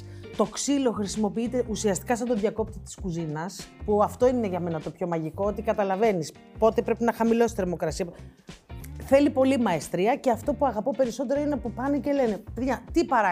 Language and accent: Greek; Central Greece, Greece; διατροφικά μεγάλωσα στη Βιωτία